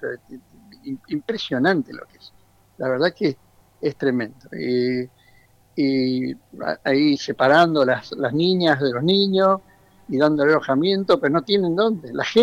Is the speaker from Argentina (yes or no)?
yes; Argentina; saben que soy argentino y bueno, pero acá no se habla más del Mundial.